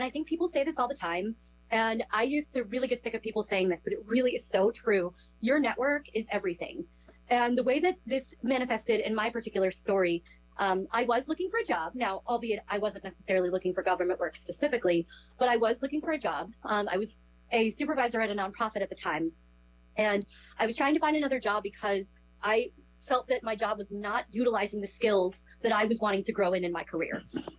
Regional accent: Towson, Maryland, United States; as has been said. I am from Towson, Maryland.

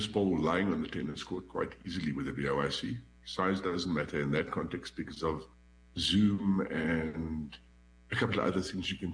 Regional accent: South Africa; from South Africa.

